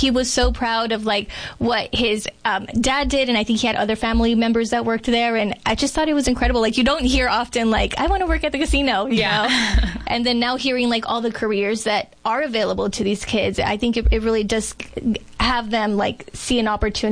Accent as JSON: {"language": "English", "region": "California", "country": "United States", "said": "I'm from Imperial County originally, and people drive down here for that."}